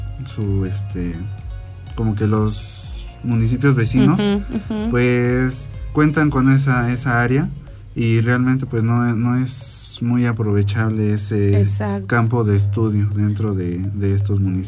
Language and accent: Spanish; Zaragoza, Puebla, Mexico; Yo provengo del municipio de Zaragoza, es aquí un municipio vecino de Zacapuaxtla. Realmente mi municipio, pues, no cuenta con extensas áreas forestales.